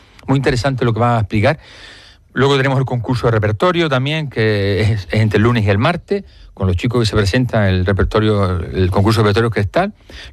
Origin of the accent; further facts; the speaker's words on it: Bañadero, Canary Islands, Spain; now in Maspalomas, Spain; Firca, yo soy de Aruca, no, de Bañadero.